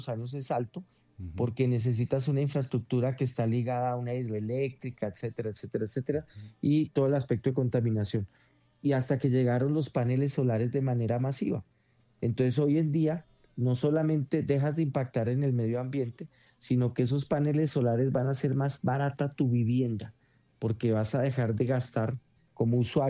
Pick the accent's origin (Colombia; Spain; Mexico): Colombia; la terrible tragedia que tuvimos con el terremoto ahorita para nosotros como colombianos.